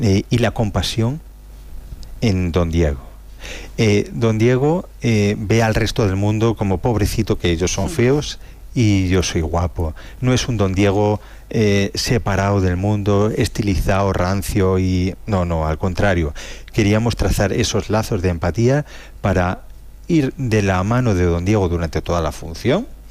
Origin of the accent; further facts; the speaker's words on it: Ciudad Real province, Castilla-La Mancha, Spain; moved away; al entrar en la provincia de Ciudad Real, yo soy de aquí, mis padres eran de Puerto Llano, es decir, le he dicho a mi mujer, digo, mira, esas son mis montañas, mi sitio, y es como llegar a casa.